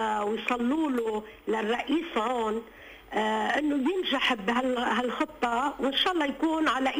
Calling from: Lebanon; نحن لبناني كلنا

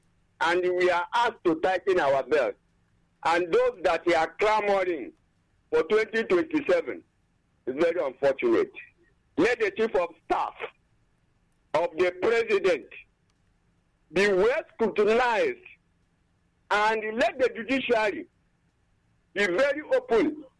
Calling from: Isoko, Ebonyi, Nigeria; I'm calling from Isoko, my knowledge, a local government area of Ebonyi State.

